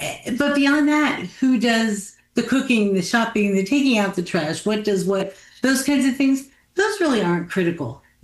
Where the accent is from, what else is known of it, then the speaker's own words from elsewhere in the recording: New Jersey, United States; now in Central Florida, United States; I was raised in New Jersey by parents who had a really strong Christian faith and a real passion for missions.